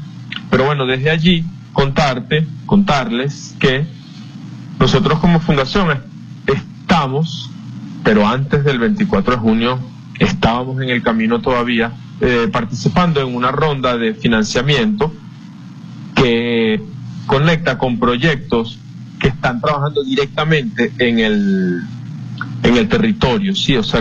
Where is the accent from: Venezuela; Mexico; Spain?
Venezuela; nos golpeó a todos como sociedad, pues, ¿no? Como venezolano.